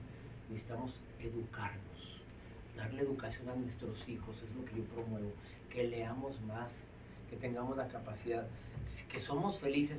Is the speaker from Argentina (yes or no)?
no; Mexico; Yo sí amo mi país